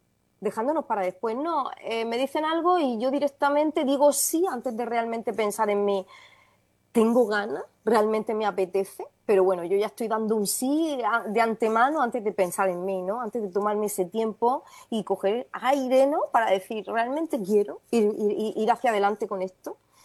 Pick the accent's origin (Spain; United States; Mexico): Spain; Region of Murcia; now in Tenerife, Spain; por mi tierra querida, por Murcia.